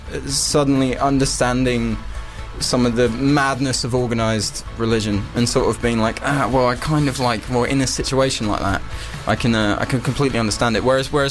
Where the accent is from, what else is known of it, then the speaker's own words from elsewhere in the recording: Richmond, London, United Kingdom; In Richmond, in London.